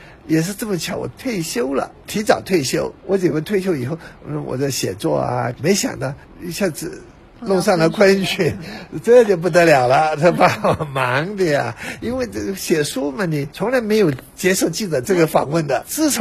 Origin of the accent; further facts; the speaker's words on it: Shanghai, China; born there; moved away; 汾阳路150号，那是我的老家，39年。